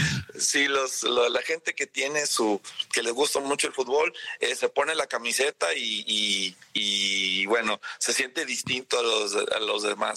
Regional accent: Mexico; fuera de México los mexicanos somos mexicanos.

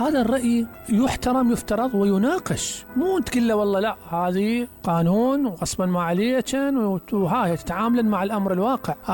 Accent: Iraq

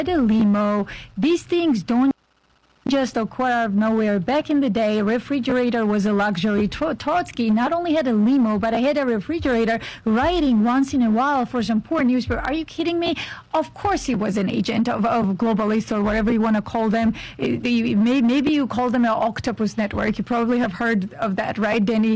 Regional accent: United States; as an American who was born and raised here, I have my, you know, I have Georgian roots

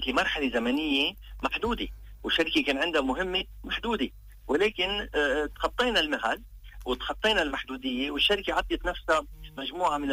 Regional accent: Lebanon; نحن بلبنان لبنانيه

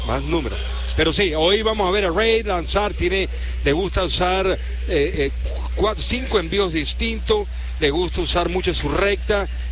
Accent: Venezuela; moved away; Yo vengo de Venezuela, hace años que llegué aquí en el año 85, y fue por eso, por jugar béisbol

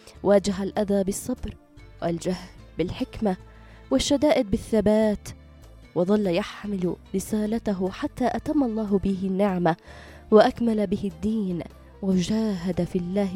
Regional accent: Yemen; لكن المولد بالنسبة لنا كيمنيين ليس مجرد أضواء وزينة ومظاهر احتفال

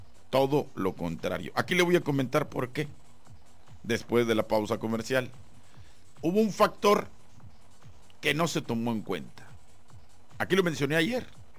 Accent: Guadalajara, Jalisco, Mexico; Yo soy de Guadalajara.

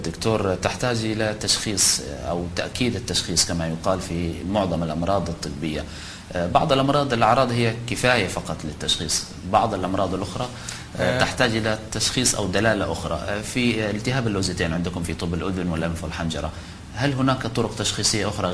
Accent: Hadramawt, Yemen; عندنا في حضرموت

